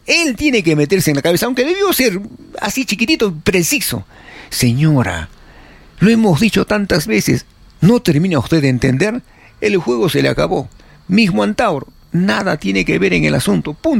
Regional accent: Peru; tengo el derecho de opinar porque soy peruano.

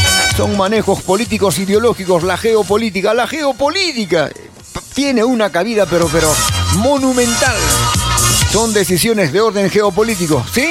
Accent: Peru; en este país nuestro, en este Perú nuestro.

